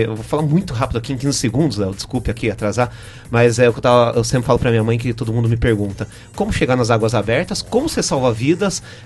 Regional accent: Itararé, São Paulo, Brazil; sou itararéense, tá, pessoal? Fui criado aqui na Rua Itararé

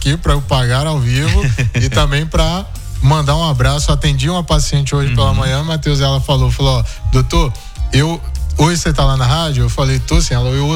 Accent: Bahia, Brazil; moved away

